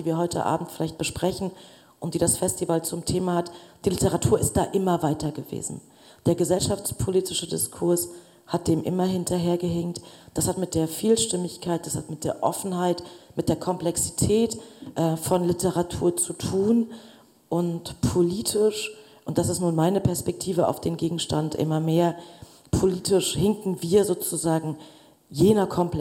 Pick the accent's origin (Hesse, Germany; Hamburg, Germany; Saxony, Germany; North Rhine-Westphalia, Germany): Saxony, Germany; Leipzig; Clemens Meyer, der so alt ist wie ich und auch aus Leipzig stammt